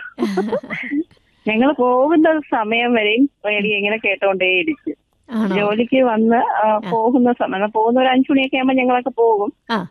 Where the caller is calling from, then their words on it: Neyyattinkara, Kerala, India; ഞാന് നെയ്യാറ്റിൻകരയിൽ നിന്ന് വിളിക്കുന്നതാണേ.